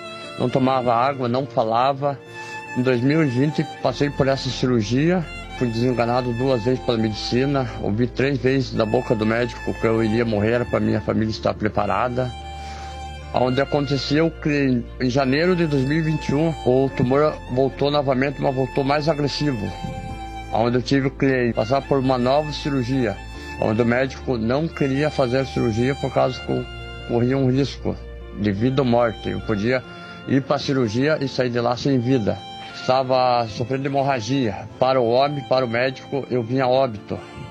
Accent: Timbó Grande, Santa Catarina, Brazil; sou da cidade de Timbó Grande, Santa Catarina, congrego na Igreja Pentecostal Deus e Amor.

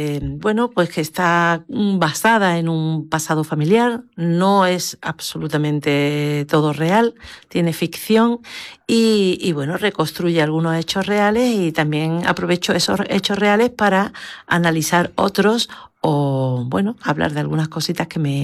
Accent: Lucena, Andalusia, Spain; born there; moved away

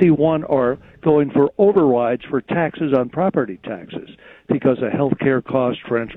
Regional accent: New City, New York, United States; now in Massachusetts, United States; I'm originally from Rockland County in New City.

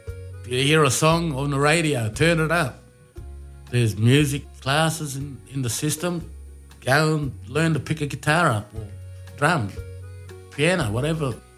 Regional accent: Brewarrina, New South Wales, Australia; I'm from Brewarrina. My tribe is Murawari.

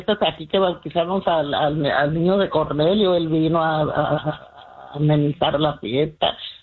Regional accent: Mexicali, Baja California, Mexico; born there; moved away; El calorón de mi tierra.

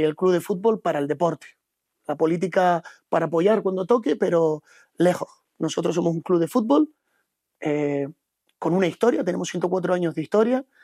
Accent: Canary Islands, Spain; Yo soy un canario, soy un tinerfeño.

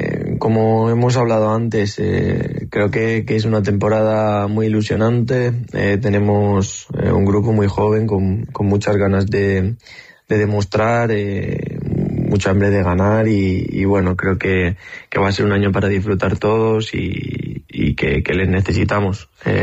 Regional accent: Ciudad Real, Castilla-La Mancha, Spain; yo como un castellano manchego y de moral de aquí de Ciudad Real

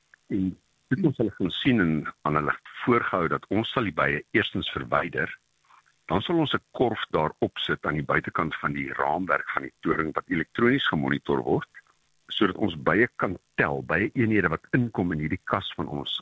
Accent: Alberton, Gauteng, South Africa; born there; also born or lived in Nigel, Gauteng; ek het aanvanklik in Alberton was op laerskool en van daar het my ouers verhuis na Nigel, waar my pa saam met Wyle … 'n ingenieursbesigheid van stapel gestuur het. En ek het aan Hoërskool John Vorster gematrikuleer.

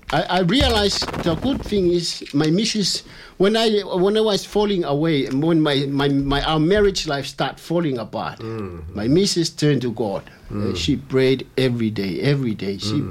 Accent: Tonga; before I came from Tonga, I can see beautiful girls

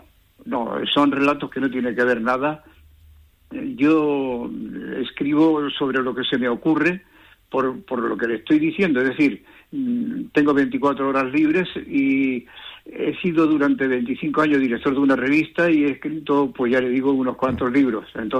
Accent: Conquista, Andalusia, Spain; moved away as an adult; now in Madrid, Spain; yo nací en Conquista, pero a los 20 años salí. Como la gran mayoría de los conquisteños, lamentablemente hemos tenido que salir, y llevo 60 años fuera, en Madrid concretamente

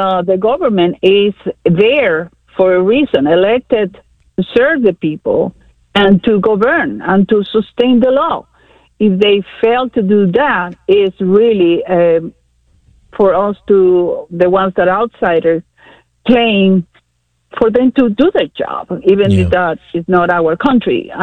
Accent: United States; So thank goodness I'm American in a very civilized neighborhood.

